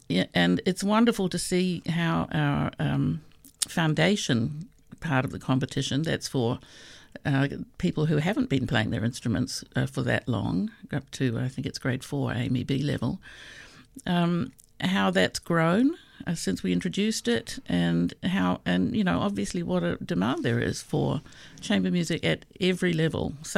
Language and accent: English; New Zealand; So I grew up in New Zealand, and they have had a secondary school's national competition for about 60 years.